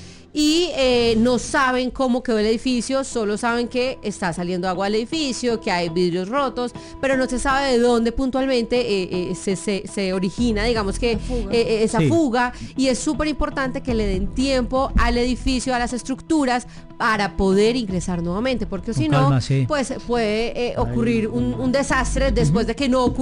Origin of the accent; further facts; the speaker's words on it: Manizales, Caldas, Colombia; now in Bogotá, Colombia; yo soy de Manizales, sí. Precisamente mis papás están allá en la capital caldense